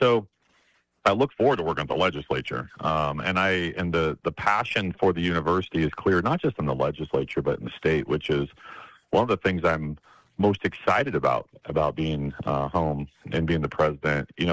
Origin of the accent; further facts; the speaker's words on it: Rock Springs, Wyoming, United States; Yeah, I'm originally from Rock Springs, so I know the western side of the state and love it. And I grew up in Rock Springs, graduated from Rock Springs High School in 1992